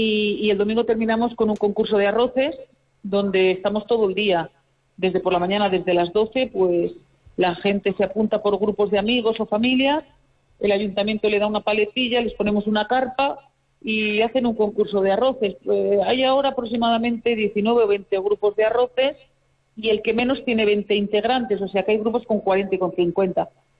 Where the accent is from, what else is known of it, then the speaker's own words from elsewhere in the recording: Alfacar, Andalusia, Spain; soy hija de Rafaela, soy hija, nieta de … de Benalúa de las Villas. Aquí en Alfacar, pues soy la … Y bueno, pues